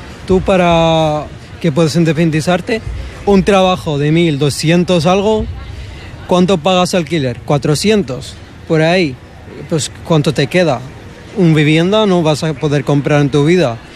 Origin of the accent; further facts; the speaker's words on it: Morocco; now in Spain; la situación de mi familia, que somos marroquíes, somos 6 personas. Hemos venido aquí hace 2 años y no hay alquiler